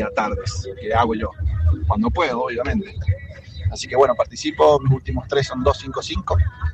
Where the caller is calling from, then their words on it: Lavalle, Argentina; de acá de La Valle